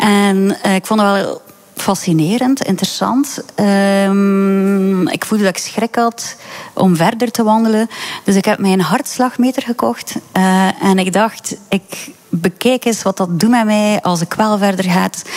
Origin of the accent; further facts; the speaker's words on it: Ingooigem, Flanders, Belgium; En het Lijsternest staat in een Gooigem, het dorp waar ik ben opgegroeid.